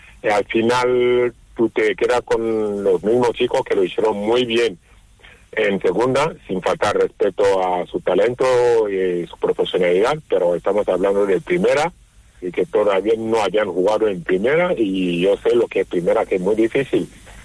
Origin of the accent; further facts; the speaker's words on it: Málaga, Andalusia, Spain; como malagueño y malaguista